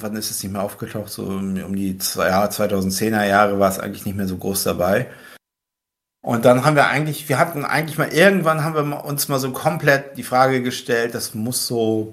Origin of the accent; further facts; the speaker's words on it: Northern Germany, Germany; Wir leben an der Küste, wir sind Norddeutsche. Kann man nicht leugnen.